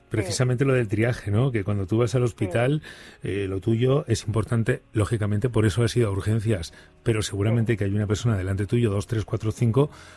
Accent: Burgos, Castile and León, Spain; cuando volvía de Burgos, yo soy de Burgos, y en Navidad volvía después de pasar los días de Navidad con mis padres

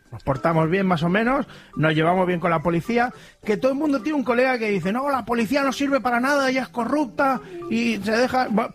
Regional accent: Rubí, Catalonia, Spain; Que claro, nosotros somos de Rubí, lo solemos a kilómetros.

